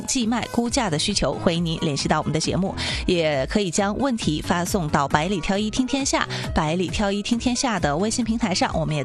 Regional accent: Northeast China, China; 对于我们东北人来讲，我们确实是很不习惯。

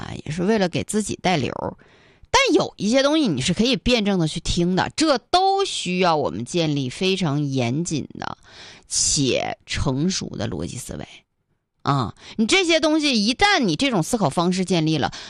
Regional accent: Northeast China, China; 俺们东北话说

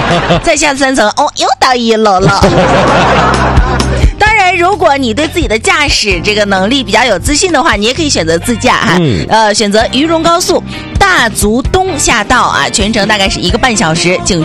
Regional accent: Northeast China, China; accent: Northeastern; 用咱们东北话形容叫做香拽了，

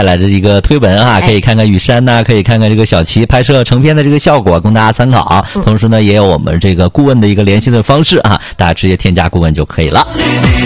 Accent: China

